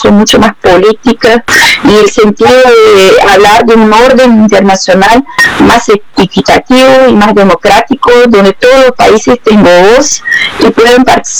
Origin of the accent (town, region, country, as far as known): Brazil